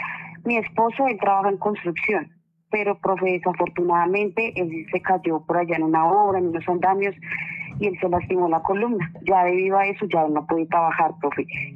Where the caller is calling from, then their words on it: Guaduas, Cundinamarca, Colombia; Desde Guaduas, Cundinamarca